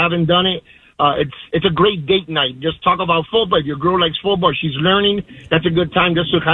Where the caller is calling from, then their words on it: Miami, Florida, United States; I'm from Miami